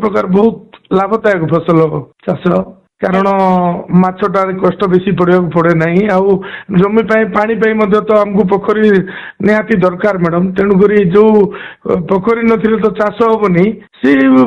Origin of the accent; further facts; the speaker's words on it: Cherkapur, Odisha, India; ମୋର କୁନ୍ଦୁରା ବ୍ଲକ ଦିଗାପୁର ପଞ୍ଚାୟତ ଚେରକାପୁର ମୋର ଗାଁ।